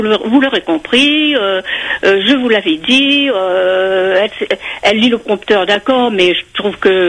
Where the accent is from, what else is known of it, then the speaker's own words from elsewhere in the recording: Réunion; born there; je suis créole, je suis née ici, je suis réunionnaise. Ma grand-mère parlait créole, mais vraiment pure et tout.